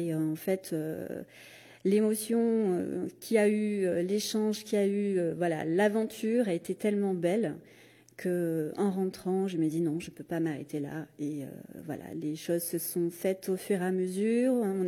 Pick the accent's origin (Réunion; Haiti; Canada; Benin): Réunion; Saint-Joseph; je suis originaire de Saint-Joseph, je suis maman de deux enfants